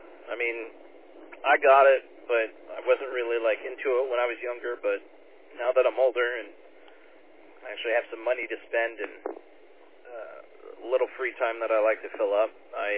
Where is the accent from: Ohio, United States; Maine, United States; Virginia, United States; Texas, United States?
Ohio, United States; moved away; So I'm originally from Ohio.